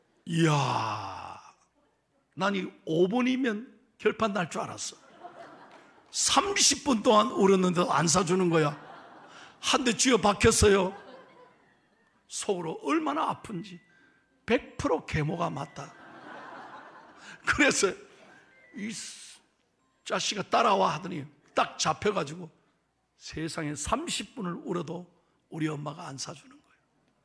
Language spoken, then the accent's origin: Korean; Busan, South Korea; 제 고향이 부산 영아일랜드인 거 아시죠?